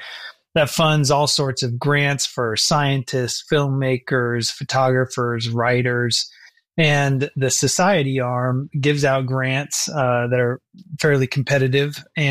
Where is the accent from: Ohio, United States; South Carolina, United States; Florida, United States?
Florida, United States; Gainesville; particularly where I grew up in Gainesville, we have swamps all over the place.